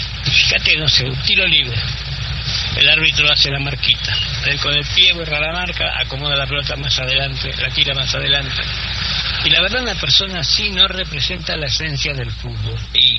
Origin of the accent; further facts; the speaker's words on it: Argentina; Vergüenza me da. Como argentino me da vergüenza.